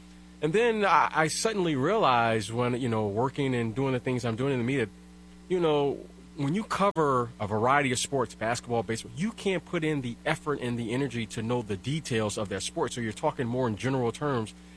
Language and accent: English; Detroit, Michigan, United States; I grew up in Detroit, Michigan